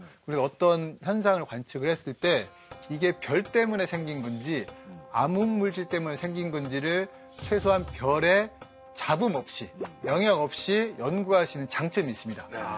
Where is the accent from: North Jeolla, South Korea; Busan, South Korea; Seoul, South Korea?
North Jeolla, South Korea; Okgu County; moved away; 제 고향이 이제 전라북도 옥구군 대하면 네. 복결이거든요.